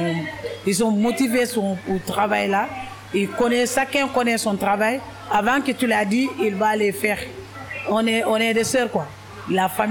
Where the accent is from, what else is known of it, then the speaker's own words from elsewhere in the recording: Senegal; now in France; je viens du Sénégal.